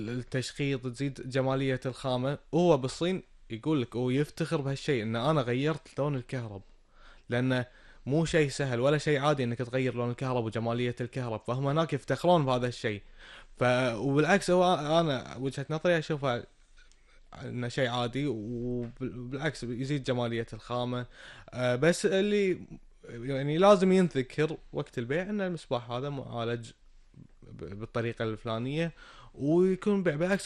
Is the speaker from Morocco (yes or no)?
no; Kuwait